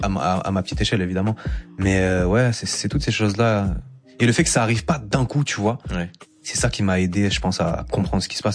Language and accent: French; Martinique; Et d'ailleurs, je dis que je suis martiniquais, mais je suis haïtien dans le cœur aussi.